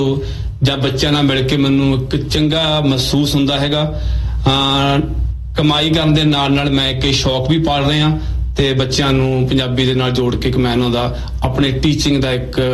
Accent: Punjab, India; ਜਿਵੇਂ ਮੈਂ ਤੇ ਤੁਸੀਂ ਅਸੀਂ ਪੰਜਾਬ ਦੇ ਪਿੰਡਾਂ ਵਾਲੇ ਸਕੂਲਾਂ ਚ ਪੜ੍ਹੇ, ਫੱਟੀ ਵਾਲਿਆਂ ਦੇ ਵਿੱਚ

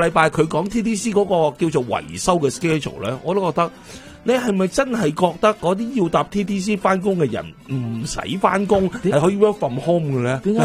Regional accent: Canada; 我哋加拿大人

